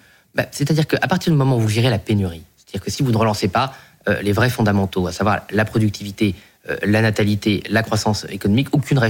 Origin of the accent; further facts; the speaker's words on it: Boulogne-sur-Mer, Hauts-de-France, France; born there; Moi, je suis né à Boulogne-sur-Mer